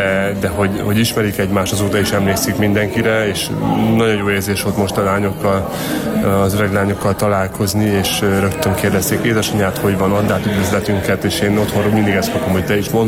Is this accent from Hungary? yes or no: no; Transylvania, Romania; mert nekem már sikerült magyarként, erdélyi magyarként a magyar válogatottban játszani